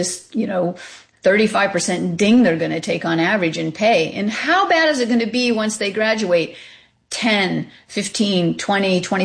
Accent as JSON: {"language": "English", "region": "Pennsylvania", "country": "United States", "tie": "born or raised there", "said": "I know Pennsylvania did this a few years back. That's my home state."}